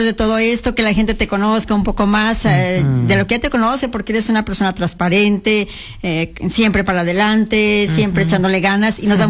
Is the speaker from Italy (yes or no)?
no; Aguascalientes, Mexico; Fíjate, yo también soy del Encino